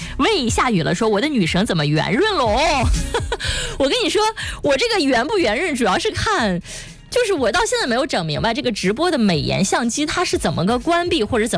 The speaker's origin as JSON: {"language": "Chinese", "region": "Shandong", "country": "China", "said": "咱们山东人"}